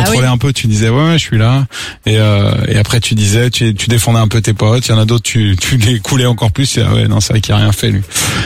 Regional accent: Pays de la Loire, France; j'ai grandi en Vendée

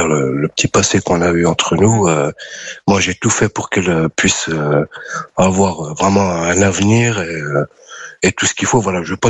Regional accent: France; born there; Bah après, moi je suis né en France.

